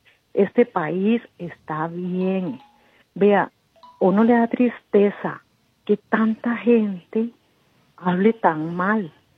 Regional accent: Costa Rica; born there; nací en este país

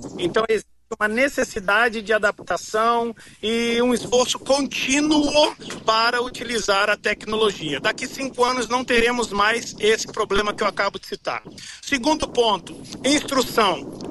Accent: Brazil; also born or lived in United States; Eu me mudei dos Estados Unidos para o Brasil, voltei para o meu país, né, meu país natal, é, a minha nação, meu país que eu amo, mas eu estava nos Estados Unidos a trabalho, estava há 8 anos já

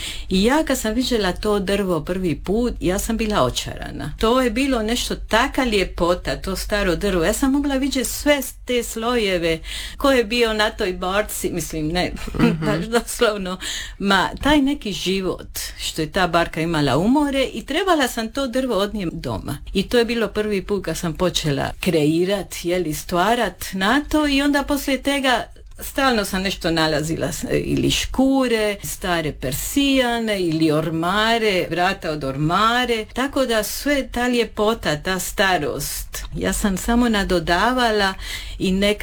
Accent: Peru; moved away as an adult; also born or lived in London, United Kingdom; now in Mlini, Croatia; Zato što sam živjela u više država, odrasla sam u Peru, poslije sam pošla na studije u London i u Engleskoj. I sad sam ovdje i jako sam sretna što sam ovdje i da živim u tako divno mjesto što je Župa Dubrovačka, Mlini osobito.

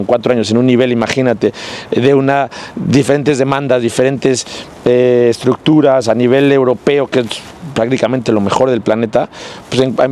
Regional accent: Mexico; Pero como mexicano siempre da ilusión. Representé a mi país en un mundial.

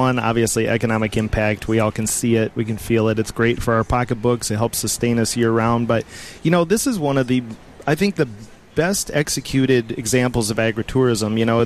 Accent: Traverse City, Michigan, United States; I grew up in Traverse City, went to Oak Park Elementary School

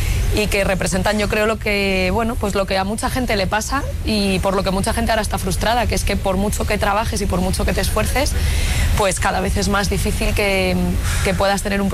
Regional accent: Madrid, Community of Madrid, Spain; Pues estamos en la calle Santa Irene, en el barrio de La Elipa, que es el primer barrio en el que viví, donde yo nací, donde viví hasta que mis padres ya se cambiaron a Ciudad Lineal.

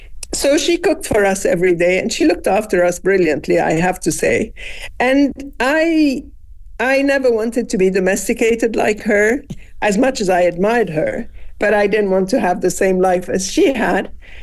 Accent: Lebanon; also born or lived in Syria; So I was very fortunate because I was born and lived in Lebanon before any of the troubles and in Syria, and was able to kind of watch everything being made at home

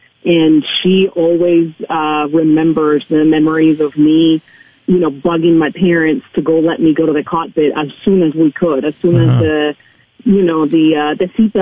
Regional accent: Canary Islands, Spain; also born or lived in mainland Spain; I actually was born and raised in Spain. I had the fortune of being born in a beautiful area with lots of islands. It's called the Canary Islands.

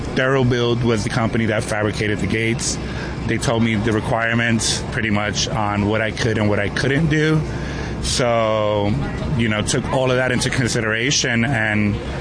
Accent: Bronx, New York, United States; born or raised there

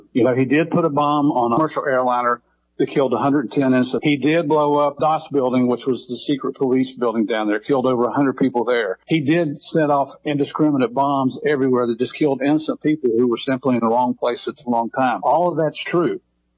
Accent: West Virginia, United States; born there; accent: redneck and hillbilly; also born or lived in Memphis, Tennessee / Murfreesboro, Tennessee; But when I was in high school, my mom and dad are from West Virginia. So we moved back to West Virginia. I went to high school and college there. I'm kind of a cross between a redneck and a hillbilly, which explains my accent here

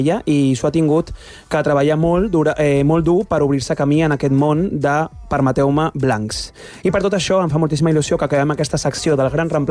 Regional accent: Barcelona, Catalonia, Spain; I per mi, que soc també de Nou Barris, la Monique és un referent

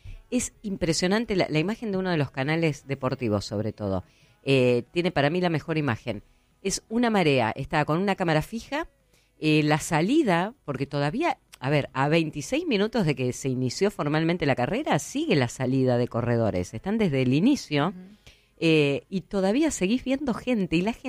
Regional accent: Uruguay; Mirá que yo también soy uruguaya

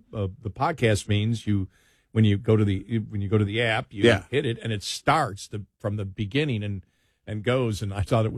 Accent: Buffalo, New York, United States; I don't, you know, I'm from Buffalo, so I never trust any of my teams going to do good luck.

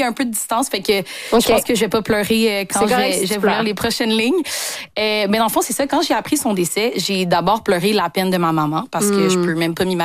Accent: Quebec, Canada; born there; Moi, je suis née ici, au Québec. L'un des seuls mots en Kinyarwanda, qui est comme la langue du pays que je connais, c'est Tchétchéka.

